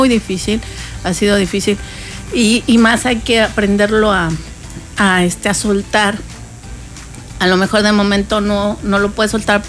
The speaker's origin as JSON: {"language": "Spanish", "country": "Mexico", "said": "nosotros como mexicanas"}